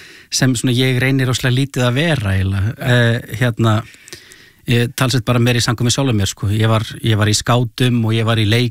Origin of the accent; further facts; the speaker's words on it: Garðabær, Capital Region, Iceland; myndi nú að segja Garðabæ.